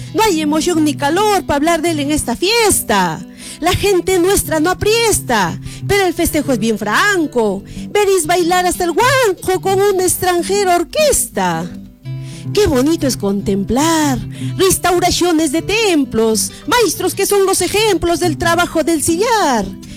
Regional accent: Arequipa, Peru

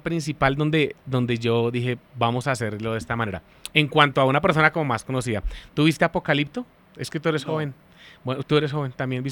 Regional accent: Bogotá, Colombia; Mi papá toca acordeón de manera empírica, él es de Bogotá también, y mis abuelos de Bogotá somos muy rolos

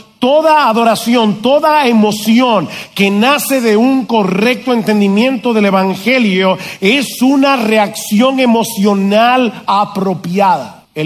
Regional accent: San Juan de la Maguana, San Juan, Dominican Republic; born there; Yo nací en San Juan de la Maguana.

